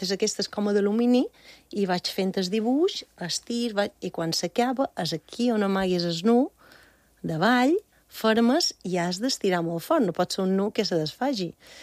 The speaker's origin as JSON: {"language": "Catalan", "town": "Bunyola", "region": "Balearic Islands", "country": "Spain", "tie": "born or raised there", "said": "m'apareix, no he mirat bé, la Fira de Bunyola, del meu poble, que és per Santa Catalina"}